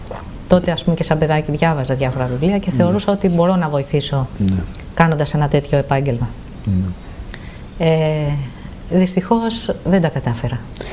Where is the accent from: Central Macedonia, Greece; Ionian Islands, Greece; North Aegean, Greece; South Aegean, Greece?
North Aegean, Greece; Vrontados; born there; also born or lived in Chios town; μέχρι την τρίτη γυμνασίου, πήγαινα στο Βροντάδο με το λεωφορείο.